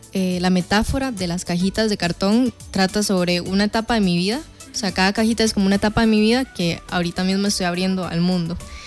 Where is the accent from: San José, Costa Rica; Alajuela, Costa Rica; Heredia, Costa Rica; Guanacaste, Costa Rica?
Alajuela, Costa Rica; San Carlos; also born or lived in San Ramón; Soy una cantautora de San Carlos. Bueno, nací en San Ramón, pero crecí en San Carlos.